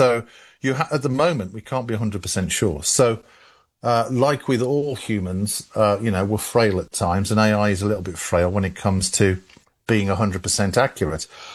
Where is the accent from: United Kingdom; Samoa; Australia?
United Kingdom; England; accent: English; it doesn't understand my English accent